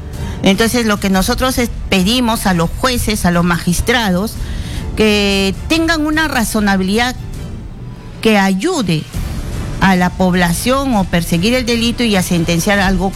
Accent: Lima, Peru; no recuerdo muy bien porque soy de Lima

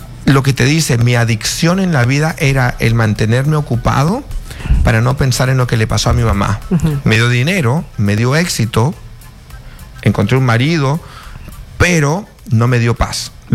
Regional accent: Peru; moved away; yo como peruano

